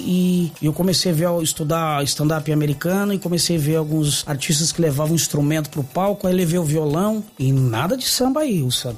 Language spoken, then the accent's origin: Portuguese; São Paulo, Brazil; eu sou da São Miguel, Curuçá Velha.